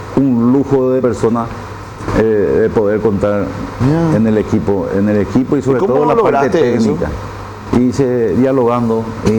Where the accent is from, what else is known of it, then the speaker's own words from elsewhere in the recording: Asunción, Paraguay; yo soy un asunceno orgulloso de mi historia como todos, pero avergonzado por el presente.